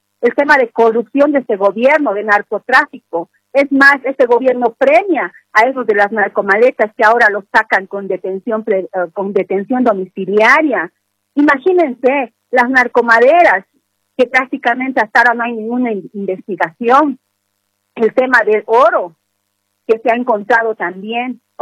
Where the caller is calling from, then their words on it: La Paz, Bolivia; desde la ciudad de La Paz, aquí de la zona norte, por la terminal.